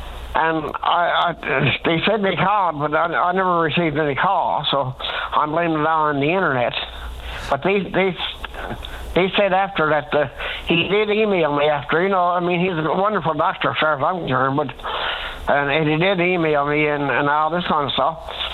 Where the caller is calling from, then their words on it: St. Lawrence, Newfoundland and Labrador, Canada